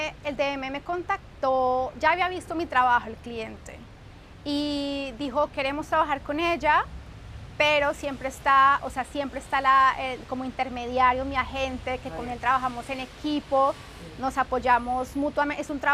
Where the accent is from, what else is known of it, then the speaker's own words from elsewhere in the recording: Colombia; now in Germany; Yo me vine con ese sueño desde Colombia, no sabía bien por qué lado iba a ir ni nada.